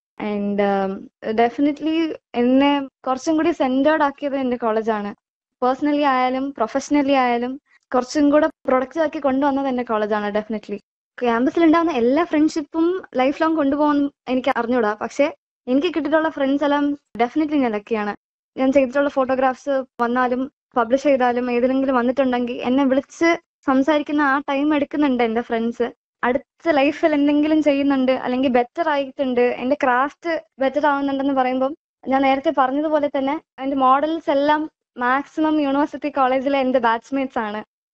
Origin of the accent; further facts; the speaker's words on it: Nagercoil, Tamil Nadu, India; moved away as an adult; Nagercoil സ്വദേശിനിയാണ്